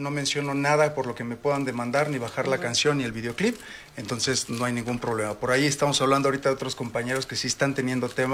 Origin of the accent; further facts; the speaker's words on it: Veracruz, Mexico; Claro. Mucha gente no piensa que soy mexicano, mucha gente piensa que soy dominicano, cubano, de Costa Rica o algo así.